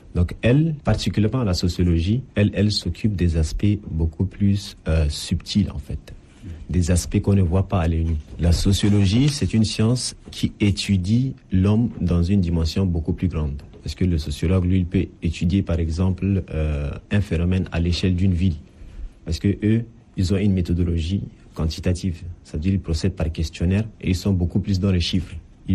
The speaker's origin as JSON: {"language": "French", "region": "N'Djamena", "country": "Chad", "tie": "born there"}